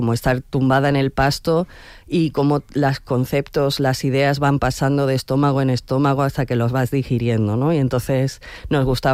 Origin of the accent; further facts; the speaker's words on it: Andalusia, Spain; moved away as an adult; now in Barcelona, Spain; Yo soy andaluza y emigré a Cataluña para buscarme la vida después de terminar la carrera, como tantas otras andaluces.